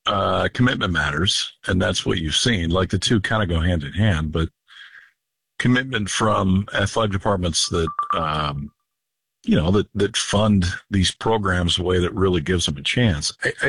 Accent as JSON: {"language": "English", "region": "Midwest", "country": "United States", "tie": "born or raised there", "also_born_or_lived": "West Coast", "moved": "as an adult", "said": "I grew up in the Midwest and I played college baseball on the West Coast."}